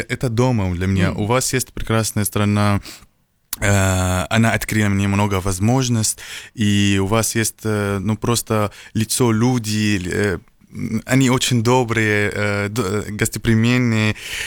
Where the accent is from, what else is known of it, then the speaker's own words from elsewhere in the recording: Syria; Russian is a second language; now in United Arab Emirates; я из Сирии, живу в Эмиратах.